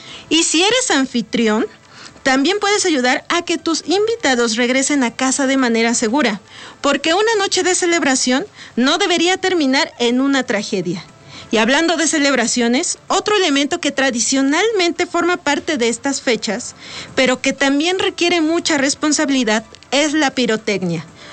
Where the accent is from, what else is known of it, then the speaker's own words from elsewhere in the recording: Mexico; una de las fechas que más nos identifica como mexicanos, las fiestas patrias.